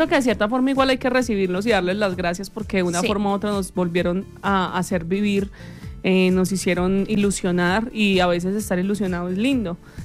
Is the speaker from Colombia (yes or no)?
yes; Colombia; nosotros como colombianos